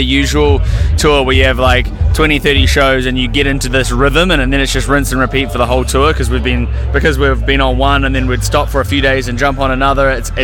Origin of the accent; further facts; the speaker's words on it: New Zealand; moved away as an adult; now in Australia; We're from New Zealand and it's so hard to get out.